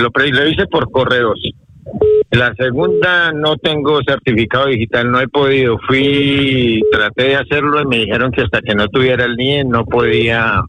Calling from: Torrejón de Ardoz, Community of Madrid, Spain; me comunico de Torrejón.

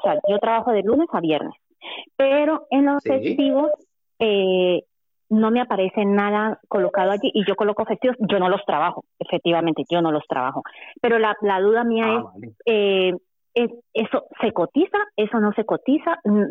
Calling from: Madrid, Community of Madrid, Spain; de Lavapiés.

